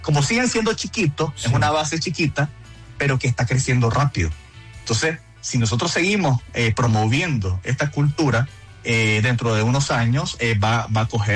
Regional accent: Colombia; que es parte de nuestra cultura como colombiano

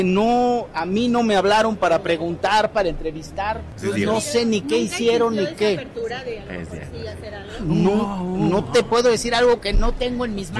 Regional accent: Mexico; un amor que tenemos por nuestro país y como mexicanos.

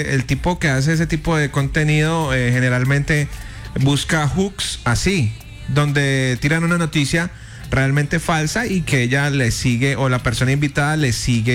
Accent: Colombia; vamos a pasarla muy bien, unidos como colombianos, apoyando la selección.

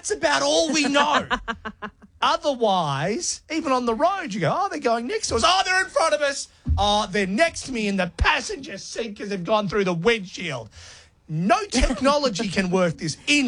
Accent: Australia; Am I proud as an Australian

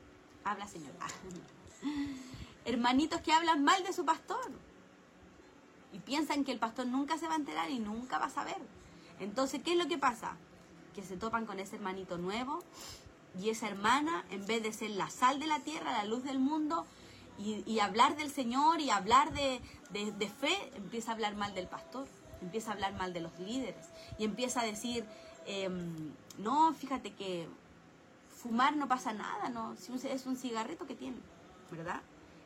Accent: Chile; now in Monterrey, Mexico; no, yo soy chilena, pero vivo aquí en México. Y yo ya pienso que hablo como regia, pero no hablo como regia todavía. Entonces dice, que nuestra manera de hablar nos delata, ¿verdad?

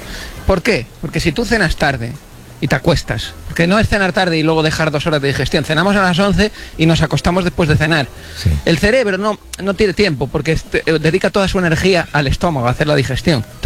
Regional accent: A Coruña, Galicia, Spain; Ah, yo soy de Coruña.

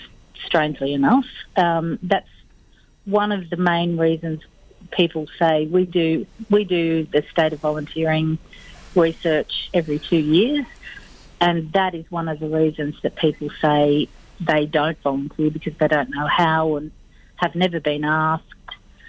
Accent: Canowindra, New South Wales, Australia; I know very well, I'm from Canoundra, and our community wouldn't operate without volunteers.

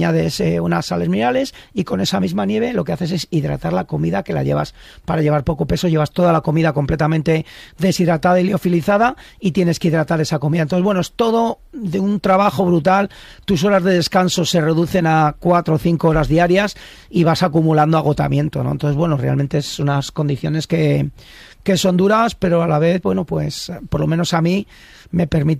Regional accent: Íscar, Castile and León, Spain; Soy castellano y ahí nos hacemos duros.

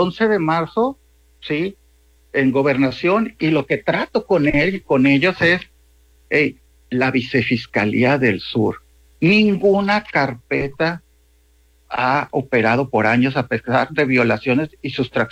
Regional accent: Mazatlán, Sinaloa, Mexico; also born or lived in Mexico City; Yo estaba, de hecho, trabajando en la Ciudad de México. Soy de Mazatlán. Vine aquí, me encontré con este problema y ayudé.

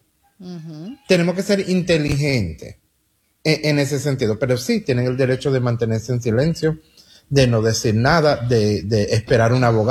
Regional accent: United States; born there; Yo soy nacido aquí en los Estados Unidos y no tengo problema en decir, y espero que lo pueda decir, a mí me da vergüenza ser de este país.

